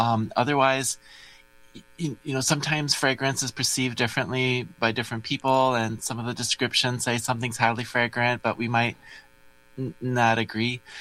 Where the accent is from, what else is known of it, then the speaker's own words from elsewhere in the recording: West Bend, Wisconsin, United States; I grew up in West Bend, just a little bit away from you there in Port.